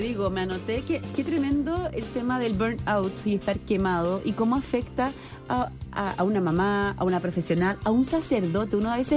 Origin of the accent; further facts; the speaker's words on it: Chile; Yo soy verdaderamente chilena, les digo. … no tengo ningún apellido extranjero.